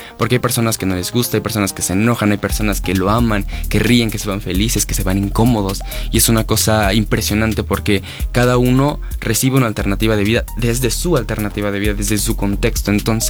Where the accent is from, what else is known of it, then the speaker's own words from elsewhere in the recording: Cuautepec de Hinojosa, Hidalgo, Mexico; Vengo de Cuautepec, de Hinojosa, está a un lado de Tulancingo.